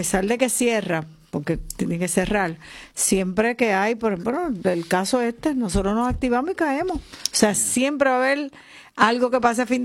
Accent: Aguada, Puerto Rico; Yo mi vida es Aguada. Yo amo ese pueblo. Viví ahí, crecí, tuve necesidad. Vengo de un caserío.

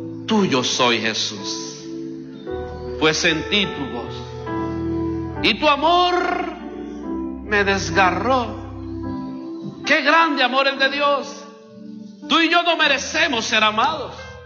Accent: Cuba; moved away; also born or lived in Kansas

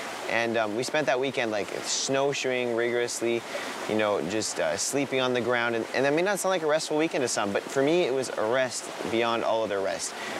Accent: Prince Edward Island, Canada; I grew up in Eastern Canada, you know, rambling around the woods and forests of Prince Edward Island

